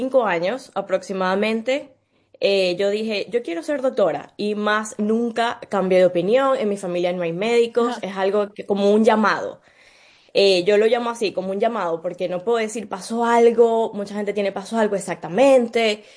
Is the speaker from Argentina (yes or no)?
no; Venezuela; moved away as an adult; now in Albany, United States; yo primero soy de Venezuela, nací, crecí allí y me mudé a Estados Unidos hace 10 años, hice mi carrera en Venezuela